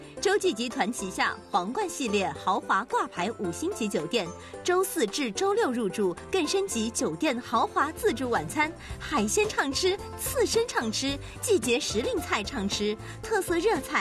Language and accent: Chinese; Shanghai, China; 我们上海人